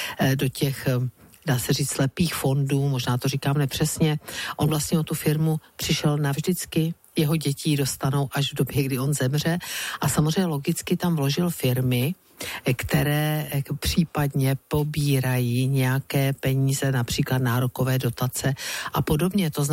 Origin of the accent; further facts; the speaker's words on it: Brno, South Moravian Region, Czechia; protože jsem Brňačka, je prostě něco neskutečného